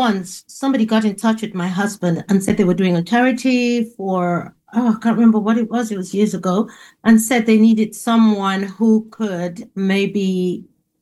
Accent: Asaba, Delta, Nigeria; born there; I was born in a place called Asaba in Nigeria.

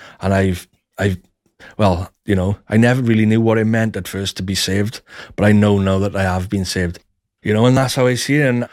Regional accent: Ebbw Vale, Wales, United Kingdom; I'm from Ebervale, South Wales.

